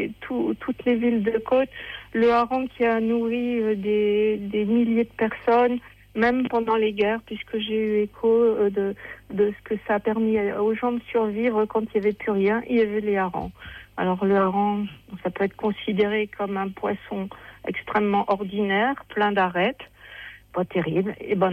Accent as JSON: {"language": "French", "town": "Seclin", "region": "Hauts-de-France", "country": "France", "tie": "born there", "said": "Je suis une vraie nordiste, née dans le nord, à Seclin, près de Lille, et très fière d'être nordiste."}